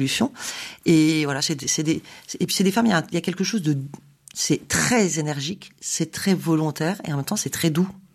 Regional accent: Lorient, Brittany, France; also born or lived in Brest / Toulon; en fait, oui, moi je suis née à Brest, voilà, 70 à 80% d'une ville détruite par les bombardements. J'ai appris à lire à Lorient, 70% détruite par

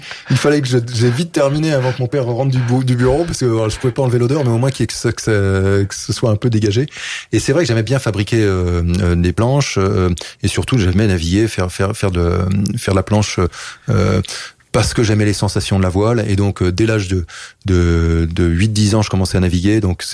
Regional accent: Paris, Île-de-France, France; moi, j'ai grandi à Paris, mais je passais tout le temps libre que j'avais en Bretagne à naviguer

